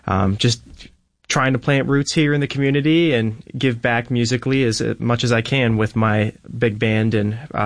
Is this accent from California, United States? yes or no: no; Rochester, New York, United States; also born or lived in Michigan; Yes, I was born in Michigan, but I moved to Rochester as a very young boy, and I spent my whole life here, basically.